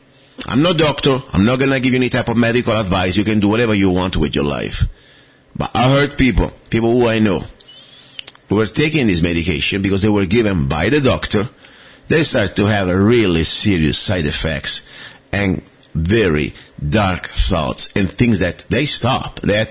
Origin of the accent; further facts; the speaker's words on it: Italy; now in United States; I'm from Italy. I'm from Europe.